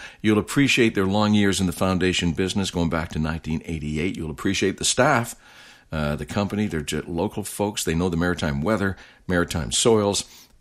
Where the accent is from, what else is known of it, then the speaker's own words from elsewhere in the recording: Westville, Nova Scotia, Canada; growing up in Westville, Pictou County, going to McLeod's Restaurant.